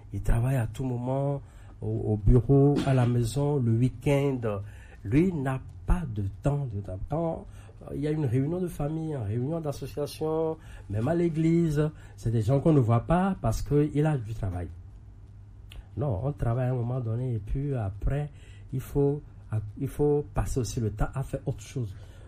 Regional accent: Togo; On sait que c'est bien connu chez nous au Togo, hein, surtout.

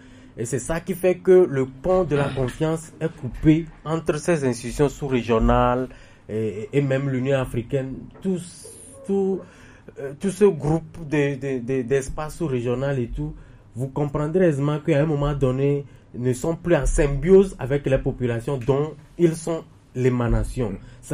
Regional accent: Togo; Je suis togolais, certes, mais quand on dit à l'international que mon pays, le Togo

